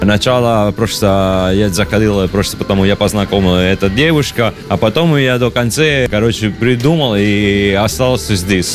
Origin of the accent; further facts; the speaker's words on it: Agrigento, Sicily, Italy; now in Russia; Ja, aus Sizilien. Ja, aus Agrigento. Ich lebe in Russland seit 15 Jahren.